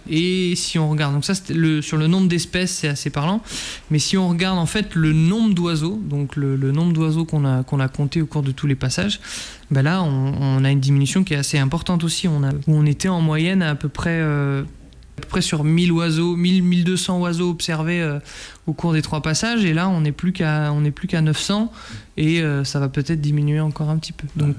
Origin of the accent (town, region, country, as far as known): France